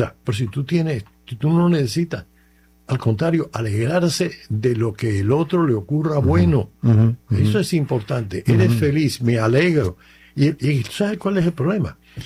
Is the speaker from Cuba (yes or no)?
yes; Cuba